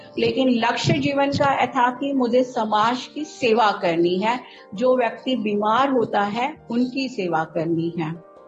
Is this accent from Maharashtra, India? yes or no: yes; Mumbai, Maharashtra, India; तो मैं तो महाराष्ट्र मुंबई से बिलोंग करती हूँ